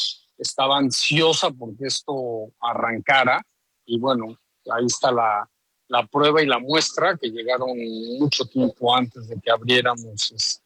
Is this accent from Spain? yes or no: no; Mexico; nosotros como mexicanos